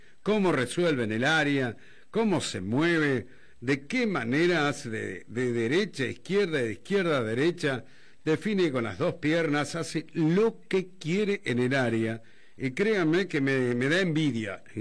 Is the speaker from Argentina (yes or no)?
yes; Argentina; Me duele como argentino decirlo.